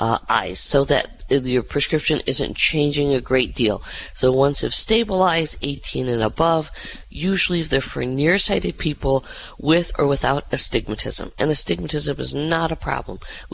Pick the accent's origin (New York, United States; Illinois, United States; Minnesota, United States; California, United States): Illinois, United States; Chicago; also born or lived in Hong Kong / Barrington, Illinois; So really, I grew up in the ghettos, and then we moved eventually out of Chicago proper to a suburb called Barrington